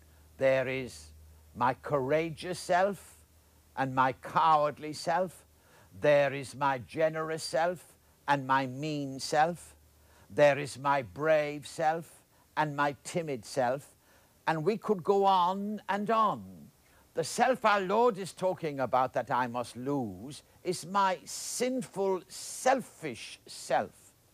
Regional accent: Ireland; When I was growing up in Ireland, a long time ago

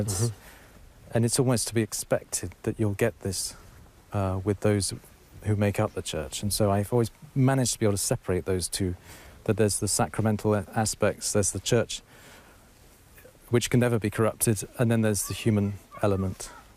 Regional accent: Canterbury, South East England, United Kingdom; It was I was brought up Anglican in Canterbury, in fact.

